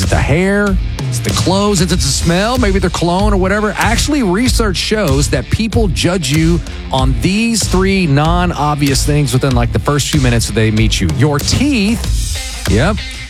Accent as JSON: {"language": "English", "region": "Kentucky", "country": "United States", "said": "I'm from Ronnieville, Kentucky."}